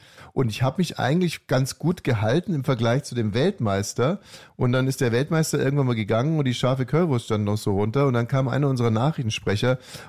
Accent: Hungary; Also ich bin Ungar, wir haben zu Hause wirklich sehr viel scharf gegessen

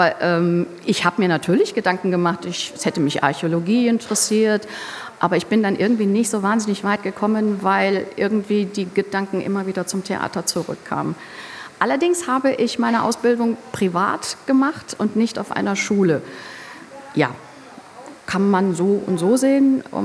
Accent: Kaiserslautern, Rhineland-Palatinate, Germany; born there; Ich wusste nicht, wie brisant dieser Ort ist, denn als dann das alte Pfalztheater im Zuge dieser Aushubarbeiten für die Mall abgerissen wurde und der Boden aufgemacht wurde, kam ja raus, da war eine Weltkriegsbombe. Also ich habe einen sehr brisanten Platz gehabt zum Aufwachsen.

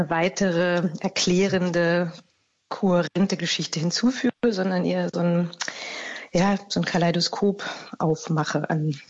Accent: Berlin, Germany; Ich bin Berlinerin und um mich rum ist die Uckermark und Mecklenburg-Vorpommern und das ist irgendwie alles so flach und quadratisch praktisch gut.

